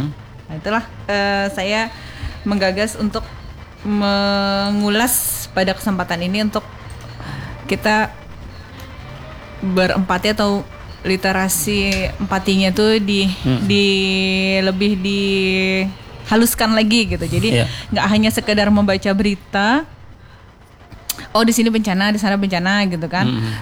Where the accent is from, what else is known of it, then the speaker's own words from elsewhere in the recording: Riau, Indonesia; sebagai warga Riau, juga sebagai ibu yang anak-anaknya mengalami PJJ gitu kan.